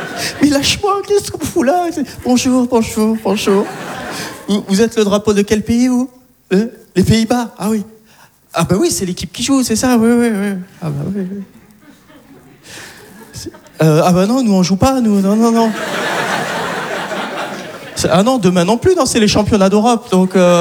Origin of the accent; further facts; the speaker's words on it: Algeria; je suis content d'être algérien. Et je le dis, d'ailleurs, allègrement que je suis algérien